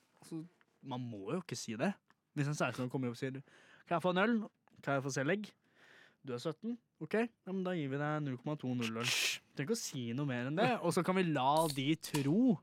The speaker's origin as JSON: {"language": "Norwegian", "town": "Gjerstad", "region": "Agder", "country": "Norway", "said": "Jeg er fra Gjerstad."}